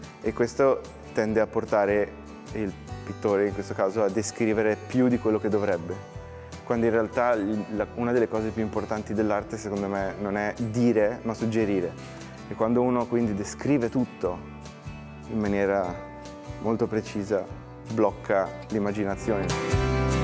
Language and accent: Italian; Venice, Veneto, Italy; sono cresciuto a Venezia